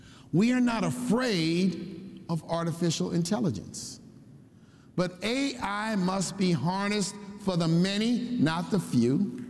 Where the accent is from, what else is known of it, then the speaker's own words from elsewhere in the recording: United States; I was born in a segregated hospital, and I grew up as a boy in a segregated city, one that was more than 40% black